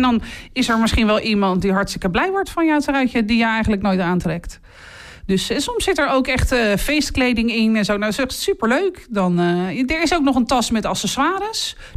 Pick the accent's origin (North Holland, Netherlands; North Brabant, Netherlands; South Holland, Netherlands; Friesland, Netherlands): South Holland, Netherlands; Gouda; moved away as an adult; now in Katwijk, Netherlands; ik kom uit Gouda.